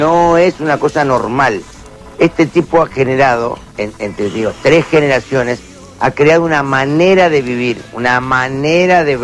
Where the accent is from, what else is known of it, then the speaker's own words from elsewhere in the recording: El Palomar, Buenos Aires Province, Argentina; Porque somos de Palomar, por cuestiones de barrio.